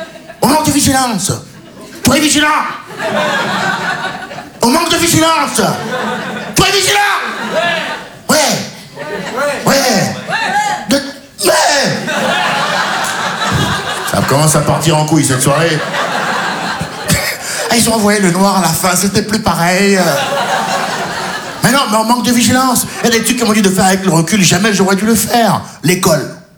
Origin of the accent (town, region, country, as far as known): Benin